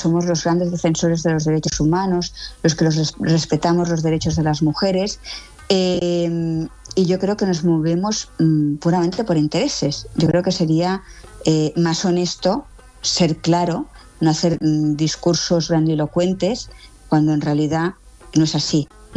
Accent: Afghanistan; moved away; Cuando me fui de Afganistán no era la situación tan dramática cuando me fui en el 2014

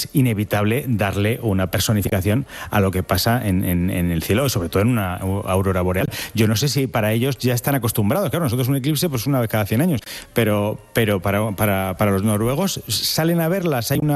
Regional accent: Spain; ¿por qué no son tan horteras como somos los españoles cuando nos hacemos ricos de golpes?

